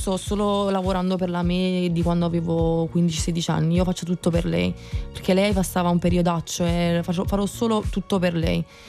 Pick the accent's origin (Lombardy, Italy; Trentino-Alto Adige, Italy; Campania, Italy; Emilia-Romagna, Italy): Campania, Italy; Paestum; also born or lived in Naples; avendo vissuto tutta la mia infanzia a Pestum